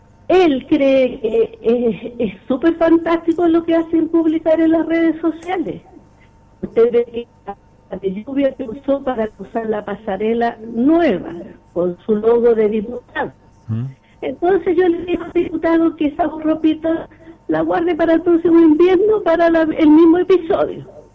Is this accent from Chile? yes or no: yes; Chile; somos todos chilenos